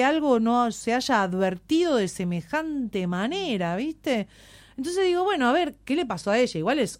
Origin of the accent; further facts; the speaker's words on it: Argentina; Nos llevamos muy bien con los españoles como argentinos.